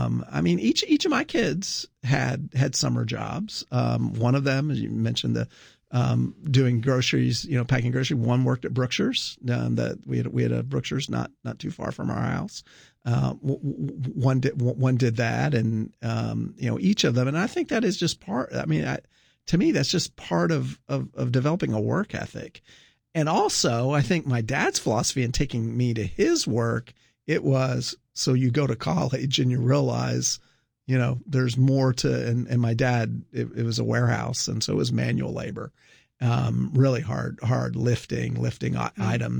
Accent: Scotland, United Kingdom; I'm not going to defend the French. I'm Scottish.

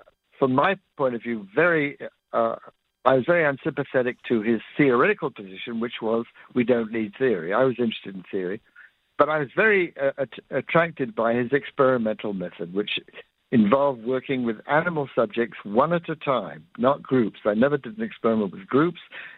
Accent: England, United Kingdom; moved away; I grew up in England

